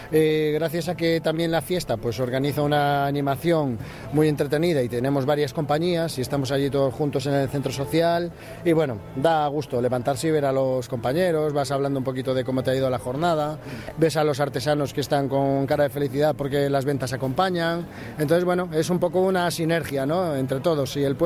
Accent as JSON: {"language": "Spanish", "town": "Vigo", "region": "Galicia", "country": "Spain", "said": "Yo, en este caso, soy, como digo, del Caribe gallego, de las Rías Baixas de Vigo."}